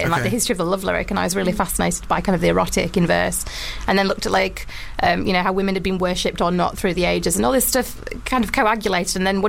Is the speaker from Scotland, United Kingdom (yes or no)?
no; Wakefield, Yorkshire and the Humber, United Kingdom; I'm from Wakefield. Okay. Yeah, Wakey. My accent's changed a little bit.